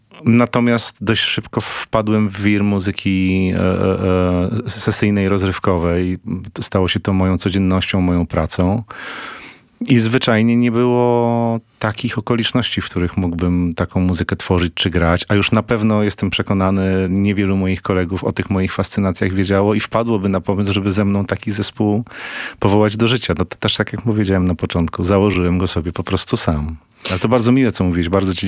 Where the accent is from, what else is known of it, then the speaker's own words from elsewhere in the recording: Toruń, Kuyavian-Pomeranian Voivodeship, Poland; bo jestem z urodzenia i pochodzenia torunianinem. Mieliśmy taką małą scenę w toruńskim klubie Odnowa